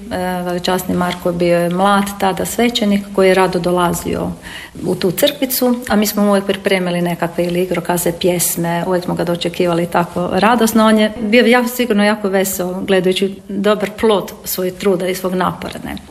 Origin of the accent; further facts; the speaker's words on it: Karlovac, Karlovac County, Croatia; rođena sam na Dubovcu, baš ovdje podno starog grada Dubovac, baš u blizini nacionalnog svetišta, nekakvi 200-300 metara od samog svetišta. Ali kao malo dijete, moja majka, otac, moj brat Krunoslav i tata, preselili smo se na Veliku Jelsu